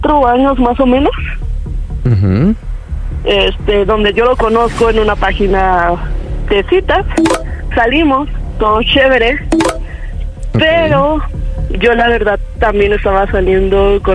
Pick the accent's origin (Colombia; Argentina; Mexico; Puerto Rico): Mexico; Mexico City; Soy de la Ciudad de México y tengo 27 años.